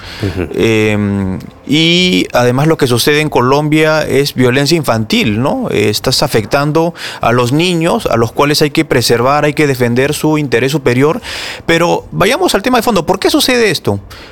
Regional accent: Peru

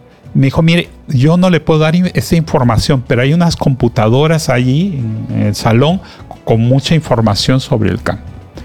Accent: Peru; yo, como peruano

